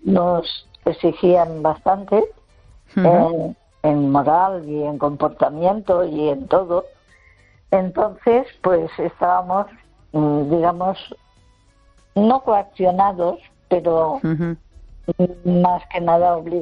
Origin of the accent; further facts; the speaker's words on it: Lugo, Galicia, Spain; Buenas noches